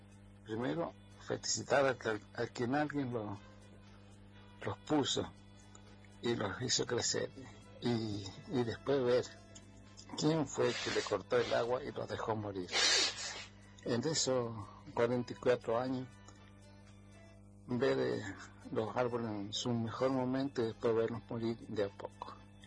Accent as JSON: {"language": "Spanish", "town": "San Rafael", "region": "Mendoza", "country": "Argentina", "said": "Quiero contar, hace 44 años que trabajo en Malargüe, que conseguí trabajo y bueno, soy de San Rafael de Miwil."}